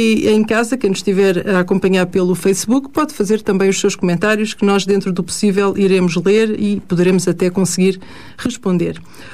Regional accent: Loures, Lisbon, Portugal; que eu também sou do concelho de Loures

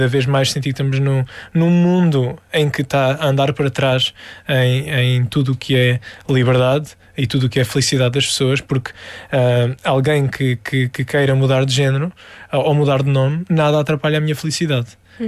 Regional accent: Faro, Portugal; Sim, eu acho que isso é também um preconceito nosso em dizer eu sou algarvio.

